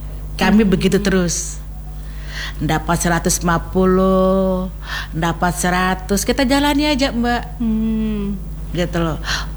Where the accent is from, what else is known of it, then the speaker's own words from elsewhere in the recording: Makassar, South Sulawesi, Indonesia; moved away; Kita orang Makassar kan identik dengan jeruk nipis.